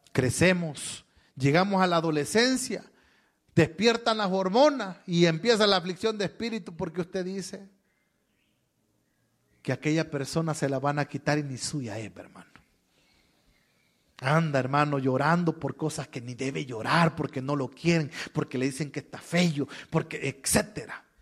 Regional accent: San Salvador, El Salvador; now in Santa Ana, El Salvador; antes yo era de San Salvador, hermano. Digo era porque hoy, hermano, estoy capturado aquí. En Santana. Hoy soy residente de Santana.

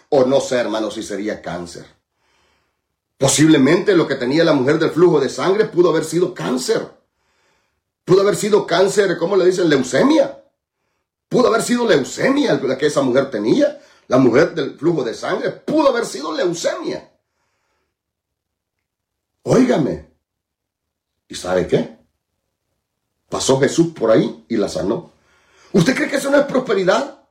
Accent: Chilcuyo, El Salvador; Ya usted sabe dónde nací yo, allá en Cantón Chilcuyo. Usted ya sabe que ahí nací. No había luz eléctrica, no había agua potable, no habían baños.

